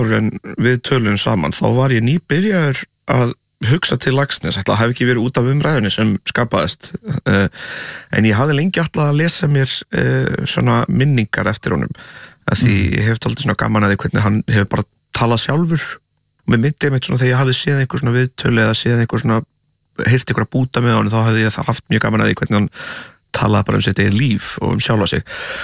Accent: Portugal; now in Iceland; náttúrulega ólst upp í Portugal

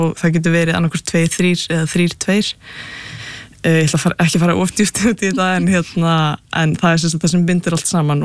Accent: Capital Region, Iceland; Ég úlst upp bara, hérna, bara á höfburgarsveðinu, sko.

